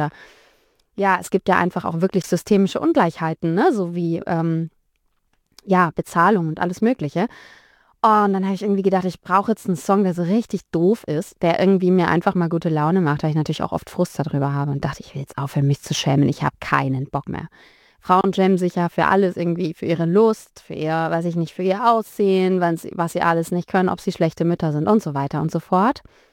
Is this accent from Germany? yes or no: yes; Heilbronn, Baden-Württemberg, Germany; born or raised there; also born or lived in Thuringia; now in Tübingen, Germany